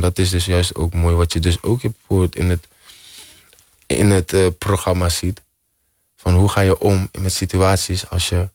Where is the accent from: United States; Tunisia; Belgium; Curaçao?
Curaçao; ik ben trots dat ik van Curaçao kom.